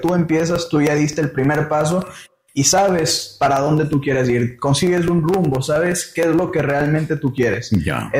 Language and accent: Spanish; Ecuador; Yo soy de Ecuador.